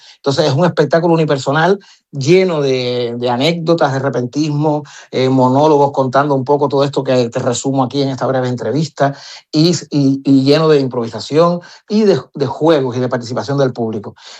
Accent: Havana, Cuba; born there; Yo soy nacido en La Habana, en la capital, pero mi padre era de Pinar del Río

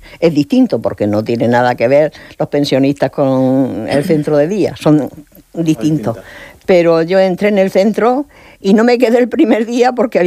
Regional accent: Cartagena, Region of Murcia, Spain; moved away as an adult; now in Murcia, Spain; hace 20 años que soy de Cartagena, me vine de Cartagena a Murcia porque mis hijos ya terminaron sus carreras, se casaron en Murcia, vivían en Murcia

